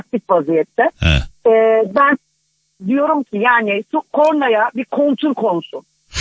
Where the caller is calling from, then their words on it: Istanbul, Turkey; İstiklal'den, İstanbul'dan arıyorum.